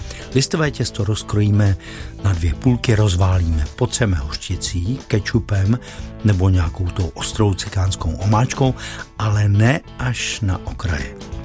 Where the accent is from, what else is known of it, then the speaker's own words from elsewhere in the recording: Slaný, Central Bohemian Region, Czechia; Víte, já jsem ze Slanýho, tedy z královského města Slaný.